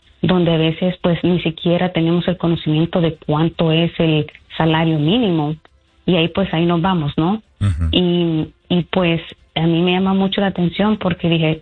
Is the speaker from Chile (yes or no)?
no; El Salvador; now in United States; yo, como salvadoreña, me atrevería a decir que muchos de nuestros compatriotas se han dormido en sus laureles